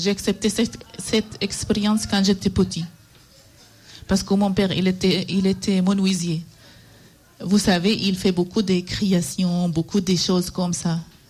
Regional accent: Syria; French is a second language; moved away as an adult; now in Valence, France; Je viens de Syrie.

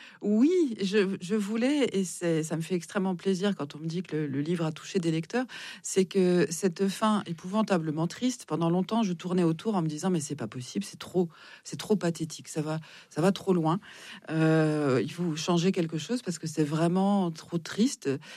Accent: Épinal, Grand Est, France; born there; C'est ma ville natale. Donc je me permets de dire qu'elle est un peu moche.

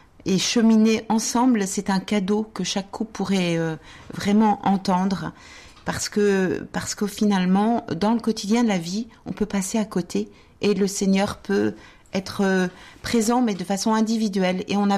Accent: Concarneau, Brittany, France; born there; parce que je suis née à Concarneau, en Bretagne, et nous avions une partie de la famille qui était ici.

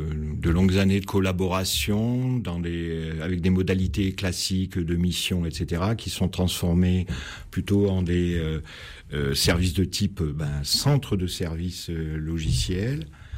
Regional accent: Valence, Auvergne-Rhône-Alpes, France; also born or lived in Grenoble; je suis né à Valence, je suis parti quelques années pour faire des études et j'ai commencé à travailler, pas très loin, mais à Grenoble.

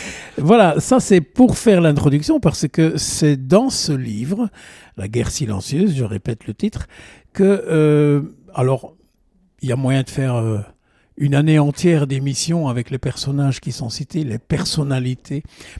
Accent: Liège, Wallonia, Belgium; Comme on dit chez moi à Liège

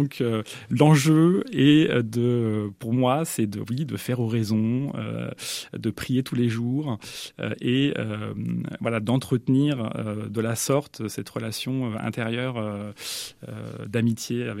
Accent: Lisieux, Normandy, France; j'ai grandi à Lisieux

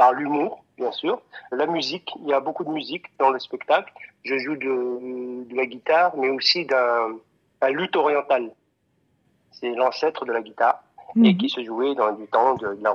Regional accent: Grenoble, Auvergne-Rhône-Alpes, France; also born or lived in Franche-Comté; Et par contre, je suis un Français à 800%. J'ai grandi à Grenoble. J'ai fait un petit détour en Franche-Comté, mais je suis revenu ici.

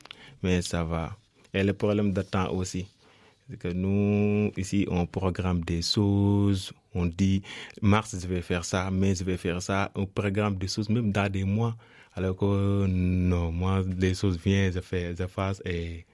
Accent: Senegal; moved away as an adult; now in France; Ça aussi, c'est une choc culturel que nous, en tant que Sénégalais, quand on est enfant ou jeune, on peut rester jusqu'à 30 ans. Je n'ai jamais cuisiné, tu vois.

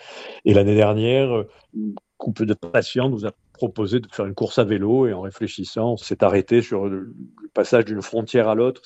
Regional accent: Marseille, Provence-Alpes-Côte d'Azur, France; born or raised there; now in Perpignan, France

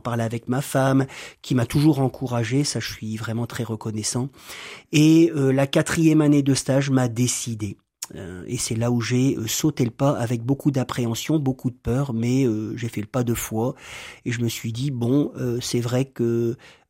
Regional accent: Roubaix, Hauts-de-France, France; born there; moved away as an adult; also born or lived in Gap; now in Villeneuve-d'Ascq, France; Je suis né à Roubaix.

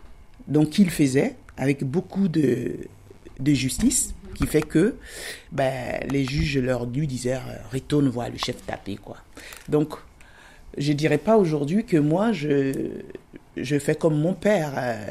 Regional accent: Thiès-Salé, Côte d’Ivoire; On a Thiès-Salé, qui est ma ville natale d'ailleurs. Et après, mon village, qui est Emakonogaru. Et il n'est pas perdu parce qu'il fait plus de 10 000 habitants aujourd'hui.

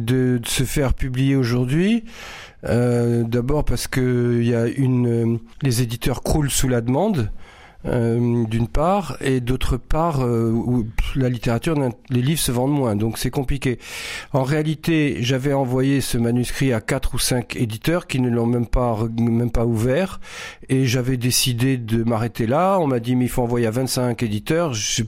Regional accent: Carthage, Tunis Governorate, Tunisia; born there; moved away; si ce livre, je l'ai mis à Carthage, c'est parce que, au fond, moi, j'ai vécu une enfance extrêmement heureuse dans ce pays.

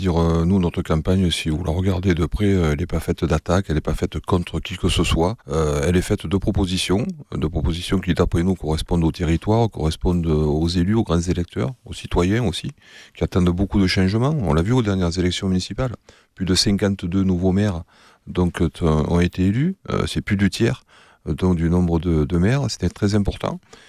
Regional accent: Provence-Alpes-Côte d'Azur, France; accent: Var; Je suis attaché au Var parce que mon accent le démontre, déjà. On va dire, il n'est pas commun.

